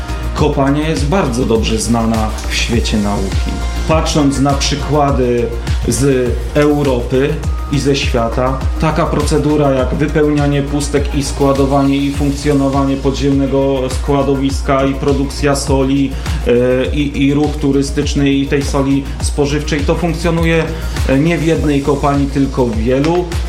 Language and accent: Polish; Kłodawa, Greater Poland Voivodeship, Poland; wszyscy tutaj jak siedzimy w szóstkę, jesteśmy z Kłodawy, jesteśmy mieszkańcami.